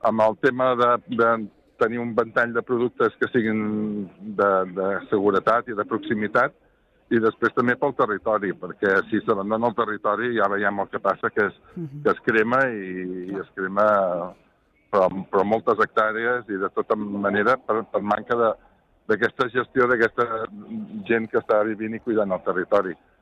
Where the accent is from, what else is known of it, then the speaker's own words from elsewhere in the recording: Catalonia, Spain; soc del Penedès i bàsicament tinc vinyes